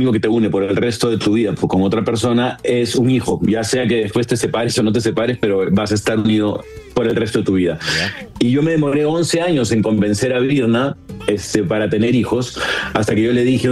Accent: Peru; Y es una película muy interesante, que soy el único peruano, donde se habla catalán y español

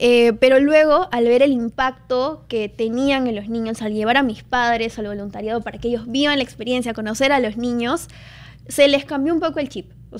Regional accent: Peru; Soy la única peruana que va.

